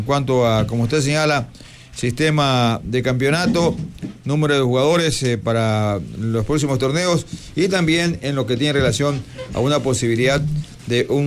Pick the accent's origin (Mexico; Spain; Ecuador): Ecuador; Colón, parroquia donde crecí, donde hice mi infancia y parte de mi adolescencia